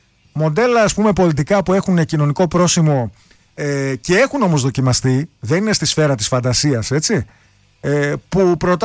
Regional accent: Greece; ειδικά ως Έλληνες

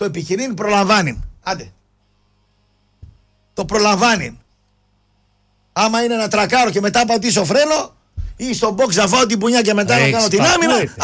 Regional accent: Greece; και εγώ σαν Έλληνας

